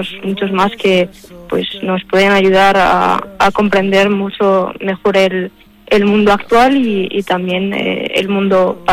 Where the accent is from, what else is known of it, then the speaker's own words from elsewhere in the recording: La Rioja, Spain; en Hornilla, en un pueblo de La Rioja, de donde yo soy.